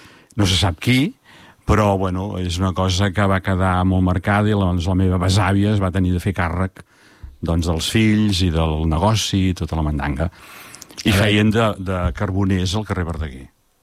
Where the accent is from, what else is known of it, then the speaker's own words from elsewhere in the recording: Molins de Rei, Catalonia, Spain; born there; jo vaig néixer, em deien a Cal Bisbal